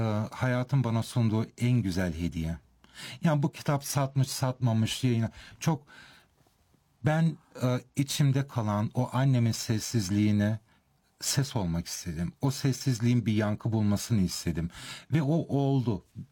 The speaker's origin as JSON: {"language": "Turkish", "country": "Germany", "tie": "born or raised there", "said": "ben Almanya'da doğdum, büyüdüm ama ne zaman Ege'ye gitsem, ne zaman Uşak'a adım atsam, evet, sanki yeniden kendi ülkeme dönmüş gibiyim."}